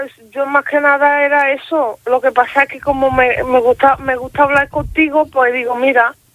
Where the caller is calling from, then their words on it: Igualada, Catalonia, Spain; porque yo soy Igualada, vivo en Igualada yo.